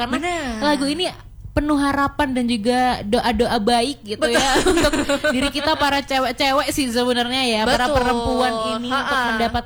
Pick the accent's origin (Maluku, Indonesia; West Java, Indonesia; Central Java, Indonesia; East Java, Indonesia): East Java, Indonesia; Malang; Asli Malang kita.